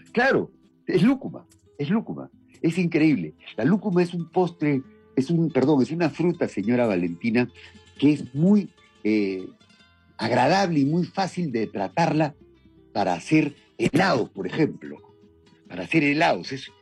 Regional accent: Peru; Somos peruanos al comer ranfañote

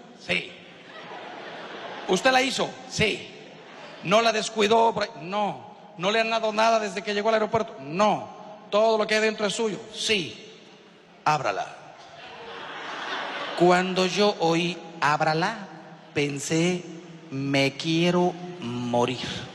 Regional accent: Mexico; moved away; Yo soy de México, no sé si por aquí habrá alguno de México y coincide conmigo.

